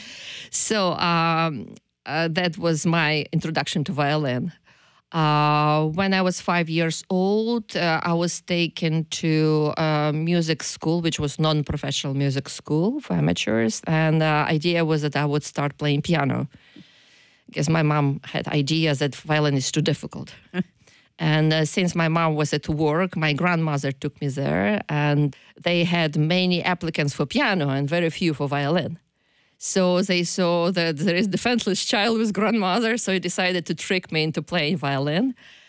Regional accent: Lviv, Lviv Oblast, Ukraine; first language Ukrainian; English is a second language; moved away; I was born, well, technically in Lvov, Russian way, when it was under, we call it now Russian occupation in Soviet Union. And now the city is called Lviv.

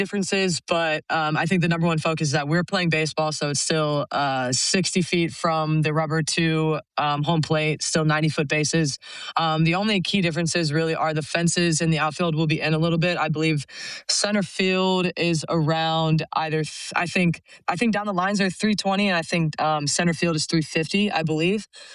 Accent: Atlanta, Georgia, United States; I would love to play for my hometown, my home city of Atlanta.

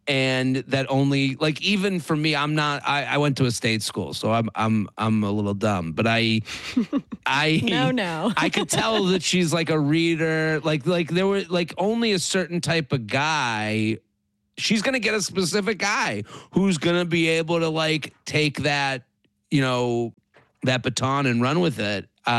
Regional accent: Needham, Massachusetts, United States; I'm from Needham. So it's like cool to hear like all the, you know, 617 numbers and BU and all that stuff.

